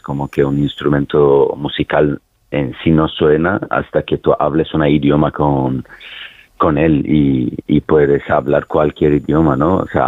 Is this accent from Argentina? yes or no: no; Iran; yo soy turco de Irán